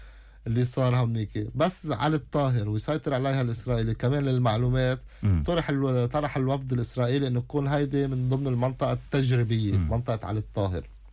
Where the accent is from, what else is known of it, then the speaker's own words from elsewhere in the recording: Lebanon; نحن كشعب لبناني